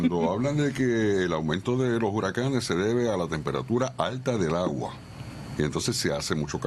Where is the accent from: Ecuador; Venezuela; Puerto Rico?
Puerto Rico; Puerto Rico tiene la característica de tener agua, mucha agua, para ser un territorio en el tamaño que tenemos